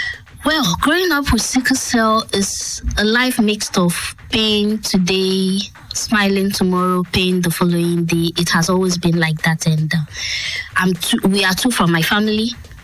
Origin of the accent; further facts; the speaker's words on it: Ghana; But then we grew up in Ghana